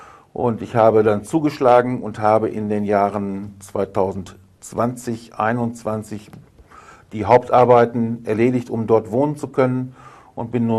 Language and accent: German; Beleke, North Rhine-Westphalia, Germany; Ja, ich komme ursprünglich aus Beleke im Sauerland. Das liegt in der Nähe von Warstein.